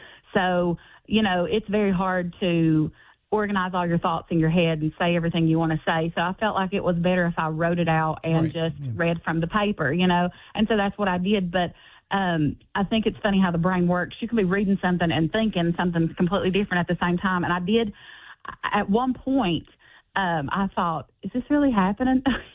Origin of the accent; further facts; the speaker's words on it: West Virginia, United States; I had a very, even though it was tucked in the mountains of West Virginia, and people might have, outsiders may say that I didn't have a lot of experience, I feel like I had a very rich childhood.